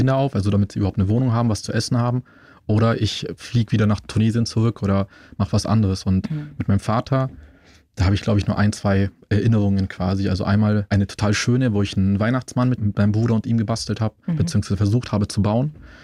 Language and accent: German; Munich, Bavaria, Germany; Ja, aber ich glaube zu der Zeit, also ich bin in Schwabing aufgewachsen.